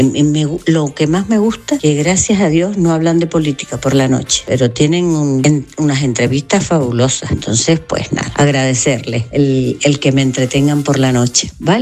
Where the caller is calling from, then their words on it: San Cristóbal de La Laguna, Canary Islands, Spain; soy una ponedora canaria lagunera.